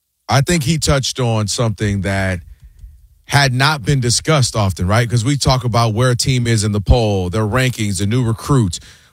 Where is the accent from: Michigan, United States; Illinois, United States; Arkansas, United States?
Michigan, United States; Ann Arbor; I've experienced it growing up in Ann Arbor, Michigan, which is a diverse town.